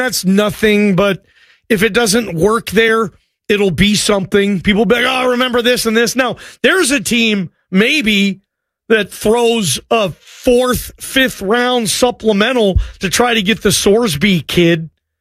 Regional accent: Georgia, United States; born there; Ooh, I was born in Georgia, Stuart. I bet you didn't know that.

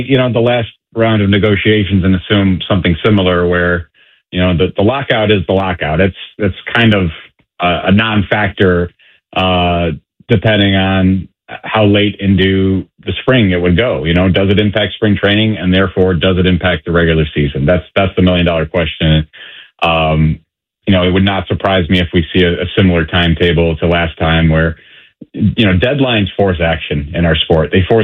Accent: Cleveland, Ohio, United States; I come from a smaller market mentality. You know, I grew up in Cleveland

